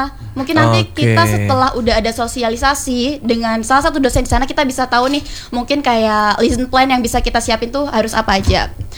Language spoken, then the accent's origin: Indonesian; Jember, East Java, Indonesia; kebetulan saya asli Indonesia nih, Jember. Asli Jember banget.